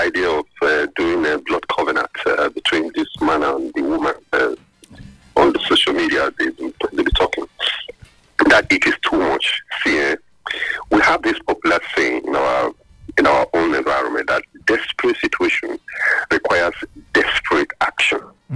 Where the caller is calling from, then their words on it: Benin City, Edo, Nigeria; right. I'm calling from Benin.